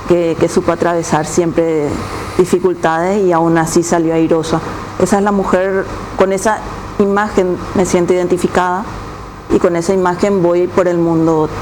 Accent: Paraguay; now in Oviedo, Spain; nunca voy como española ni asturiana y voy como paraguaya, con mi bandera paraguaya en alto

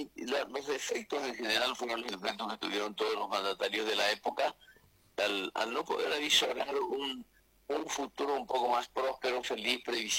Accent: Paraguay

